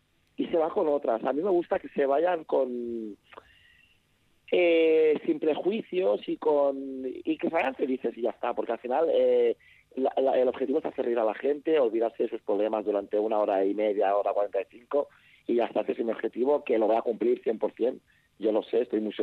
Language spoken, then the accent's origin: Spanish; Mataró, Catalonia, Spain; la multiculturalidad que hay en mi barrio, de donde yo soy, una figura que se llama Mataró.